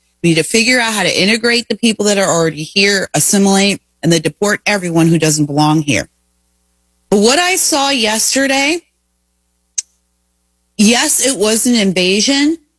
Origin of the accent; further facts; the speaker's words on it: Canada; moved away as an adult; now in United States; And I'm speaking to you as an immigrant. I immigrated from Canada at 18. Now, to be fair, my father was an American, so I had a much easier path than many people do.